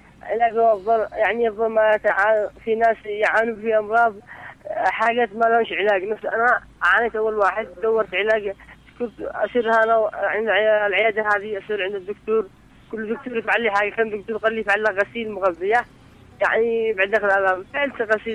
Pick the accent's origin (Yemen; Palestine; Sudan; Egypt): Yemen; Ibb; now in Sanaa, Yemen; انا من اب.